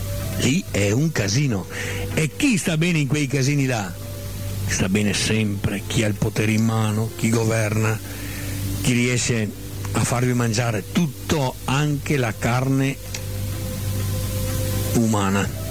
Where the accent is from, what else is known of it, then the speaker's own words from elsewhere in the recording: Veneto, Italy; il nostro Veneto, la mia terra, ha un difetto, io lo so, la conosco perché è la mia terra e la mia gente la conosco bene